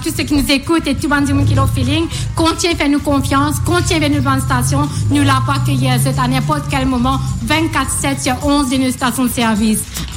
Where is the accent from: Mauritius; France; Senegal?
Mauritius; Nous sommes Mauricien aujourd'hui.